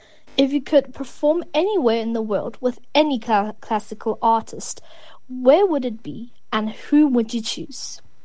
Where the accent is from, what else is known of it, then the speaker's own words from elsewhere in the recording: South Africa; I was born and raised in South Africa